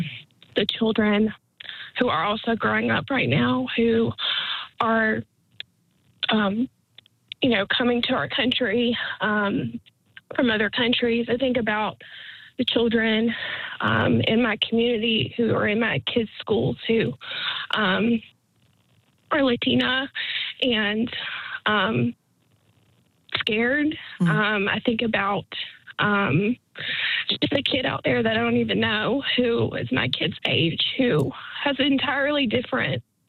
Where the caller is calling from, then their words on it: Stamford, North Carolina, United States; Hi, I'm calling from Stamford, North Carolina. It's about an hour outside of Raleigh.